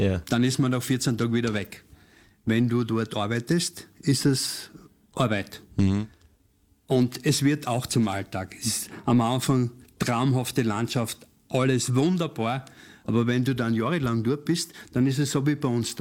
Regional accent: Styria, Austria; moved away as an adult; also born or lived in La Gomera; nein, ich bin ein Steirer. Und daheim bin ich in der Sabbat.

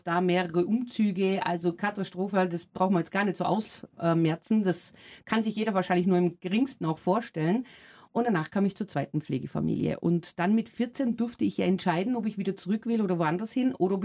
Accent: Austria; born or raised there; now in Germany

